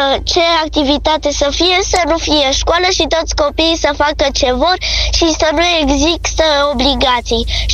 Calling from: Șag, Timiș County, Romania; din Șag, am 8 ani

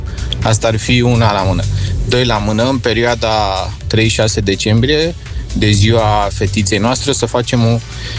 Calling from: Bucharest, Romania; din București aici.

